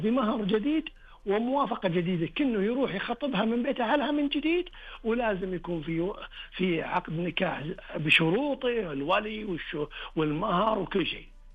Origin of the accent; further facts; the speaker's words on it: Saudi Arabia; النظام عندنا في المملكة العربية السعودية لا يقع الخلع إذا كان بغير عوض